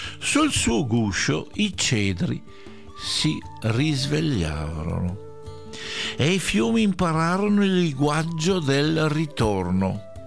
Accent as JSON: {"language": "Italian", "region": "Veneto", "country": "Italy", "tie": "born there", "said": "io sono nato in Veneto, questa è la mia terra."}